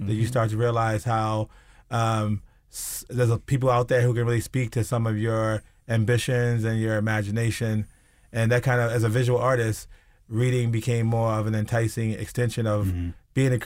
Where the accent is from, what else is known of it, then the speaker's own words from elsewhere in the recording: Baltimore, Maryland, United States; growing up in Park Heights